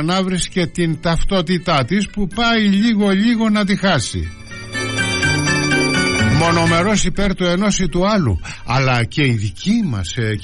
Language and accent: Greek; Greece